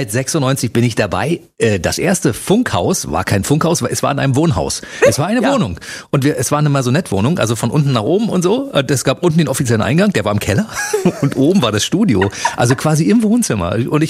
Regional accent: East Germany, Germany; Ich komme aus dem Osten

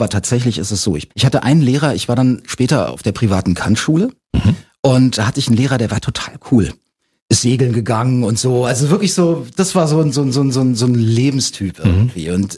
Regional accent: Berlin, Germany; Und dass ich in diesem elften Stock, wo ich groß geworden bin, in diesem Hochhaus.

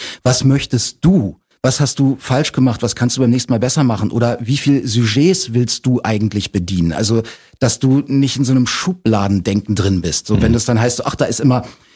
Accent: Berlin, Germany; Und dass ich in dieser elften Stock, wo ich groß geworden bin, in diesem Hochhaus.

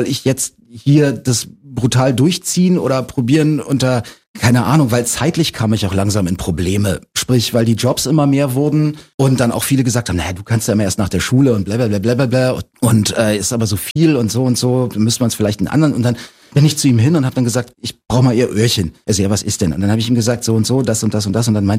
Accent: Berlin, Germany; Und dass ich in diesem elften Stock, wo ich groß geworden bin, in diesem Hochhaus.

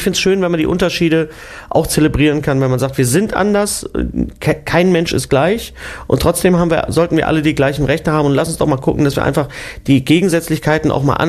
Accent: Bochum, North Rhine-Westphalia, Germany; moved away as an adult; now in Berlin, Germany; ich komme aus Bochum, sage ich immer, werde ich immer gefragt, woher, sage ich immer aus Bochum-Leer. Bochum-Leer, das ist der Ort, wo früher das Opelwerk stand, jetzt seit neuestem Jahr nicht mehr.

